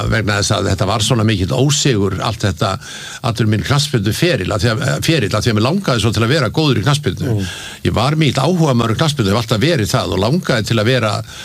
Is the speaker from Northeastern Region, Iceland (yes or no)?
no; Reykjavik, Capital Region, Iceland; Já, ég sko alveg upp í Laugarneshverfinu og hérna bjóð þar þegar ég var ungur maður og ég man eftir mér þar fyrst í Sigtúni 35.